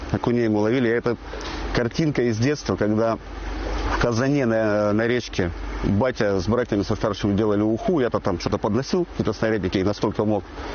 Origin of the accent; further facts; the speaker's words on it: Kurgan, Kurgan Oblast, Russia; Я родом из Кургана. Вот, а родня у меня, мама у меня из села Глядянское, это в Курганской области, 80 километров от Кургана.